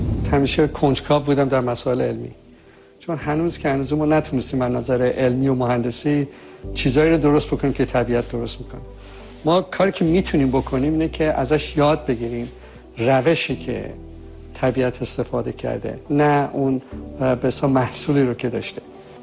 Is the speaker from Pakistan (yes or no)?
no; Tehran, Tehran Province, Iran; moved away as an adult; also born or lived in Shiraz / Pasadena, United States; من در تهران متولد شدم از مادری که مال آذربایجان بودن و پدری که مال تهران، و تمام دوران دبستان و مدت زیاد دبیرستان در تهران بودم